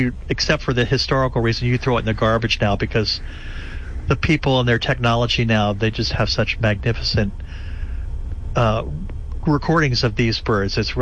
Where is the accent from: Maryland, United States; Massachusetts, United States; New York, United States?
Maryland, United States; Bethesda; I'm from Bethesda, Maryland. We never check the oil.